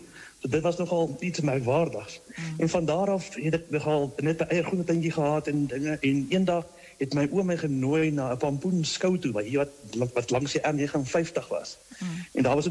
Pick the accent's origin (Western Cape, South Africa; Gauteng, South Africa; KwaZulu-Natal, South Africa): Gauteng, South Africa; Meyerton; Ek is afkomstig van Meyerton, hier in die Midvaal omgeving Gauteng area